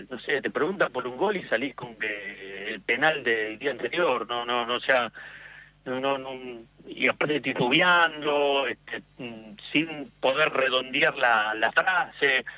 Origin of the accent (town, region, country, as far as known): Argentina; also born or lived in Madrid, Spain